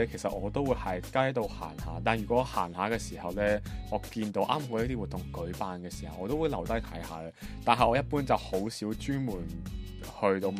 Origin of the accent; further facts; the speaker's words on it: Macau; moved away; 我是来自中国澳门的